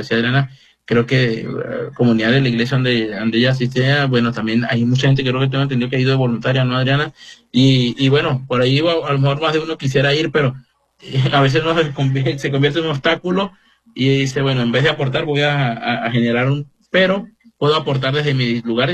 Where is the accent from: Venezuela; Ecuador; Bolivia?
Venezuela; somos venezolanos todos, somos hermanos, sentimos, somos humanos